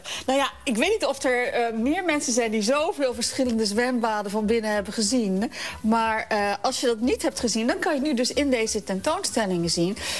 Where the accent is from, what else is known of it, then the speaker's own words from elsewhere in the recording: Alblasserdam, South Holland, Netherlands; ik ben geboren en getogen in Alblasserdam.